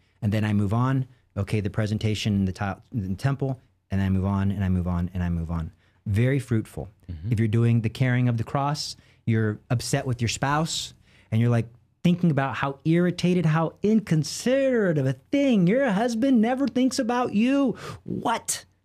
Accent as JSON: {"language": "English", "region": "Texas", "country": "United States", "said": "I am from Texas. Even though I don't shoot guns, I open carry my weapon, my spiritual weapon."}